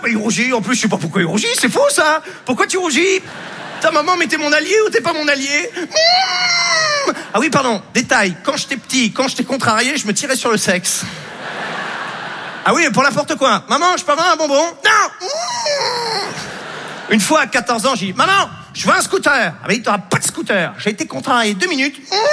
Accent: Normandy, France; J'ai grandi en Basse-Normandie, et une... Et une psy en Basse-Normandie, on va relativiser, c'est pas pareil, non.

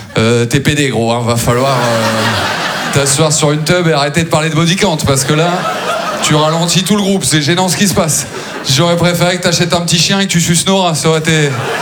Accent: Maubeuge, Hauts-de-France, France; born there; also born or lived in Aulnoye-Aymeries; J'ai grandi à Maubeuge, c'est la 7e ville la plus pauvre de France

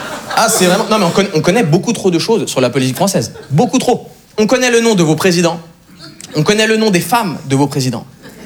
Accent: Switzerland; now in France; Il y a un mec qui a commenté, tu viens d'où? Retourne dans ton pays. Je dis la vérité, je dis, bah, Suisse.

